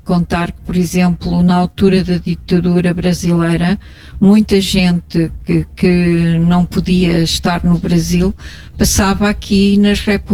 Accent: Centro, Portugal; born there; Eu lembro-me de não haver centro de saúde perto da minha aldeia, e quando havia qualquer coisa vinha-se a correr para Coimbra

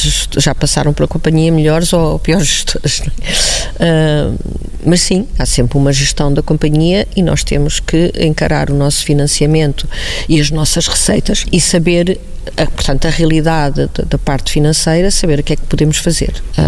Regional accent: Viana do Castelo, Norte, Portugal; born or raised there

